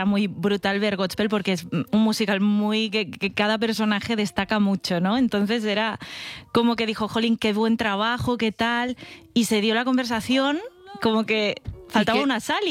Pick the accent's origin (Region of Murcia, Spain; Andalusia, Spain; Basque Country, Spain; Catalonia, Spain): Catalonia, Spain; Barcelona; moved away as an adult; now in Madrid, Spain; Me formé en Barcelona, soy de Barcelona, y bueno, ya llevo bastantes años viviendo aquí en Madrid